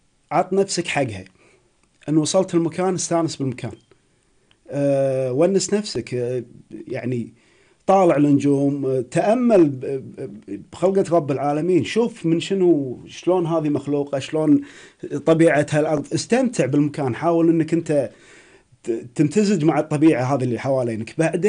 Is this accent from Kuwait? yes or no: yes; Kuwait; الأماكن اللي عندنا بالكويت جدا جميلة